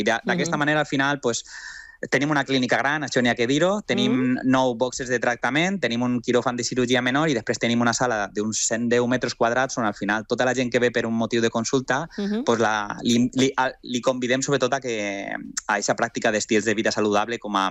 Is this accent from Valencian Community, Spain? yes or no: yes; Valencian Community, Spain; Com a bon valencià que sóc, per a mi és un plaer estar amb vosaltres